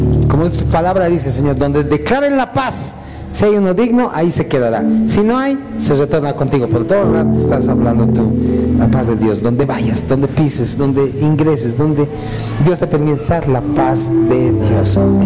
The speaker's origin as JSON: {"language": "Spanish", "country": "Bolivia"}